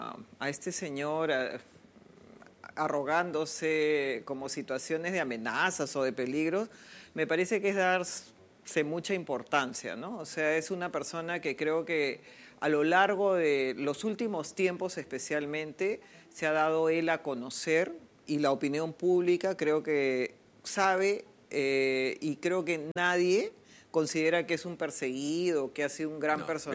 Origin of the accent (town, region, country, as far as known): Marcona, Ica, Peru